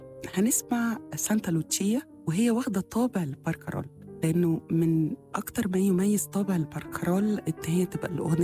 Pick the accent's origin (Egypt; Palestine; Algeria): Egypt; لاننا مصر بقى بنستمتع بنهر النيل والبحور مختلفة وبحيرات مختلفة، فاحنا كمصريين مرتبطين قوي بفكرة النزهة المائية.